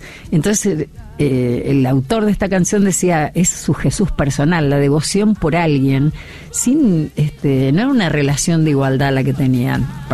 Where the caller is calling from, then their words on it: Libertador General San Martín, Jujuy, Argentina; de Libertador, General San Martín, Jujuy. Siempre los escucho